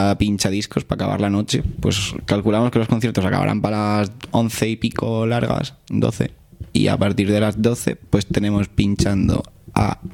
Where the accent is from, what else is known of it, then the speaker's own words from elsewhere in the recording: Madrid, Community of Madrid, Spain; born there; Yo, mi secreto es que yo nací en Madrid, pero reniego de ello.